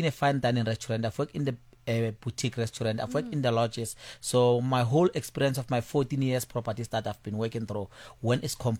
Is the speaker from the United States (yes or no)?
no; Burgersfort, Limpopo, South Africa; from Bergersfort in Limpopo.